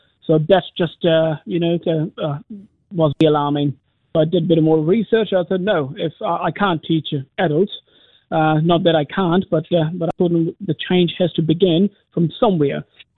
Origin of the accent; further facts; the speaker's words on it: India; moved away as an adult; now in Arua, New Zealand; Because I come from India, you know, where food is very important to us. And when I came to New Zealand and did a bit of research, you know, how Kiwis eat.